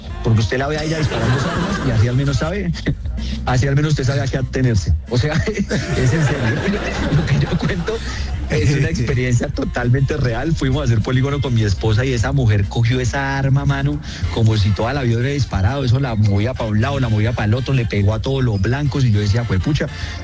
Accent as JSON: {"language": "Spanish", "country": "Colombia", "said": "porque somos chismosos y somos necios los colombianos"}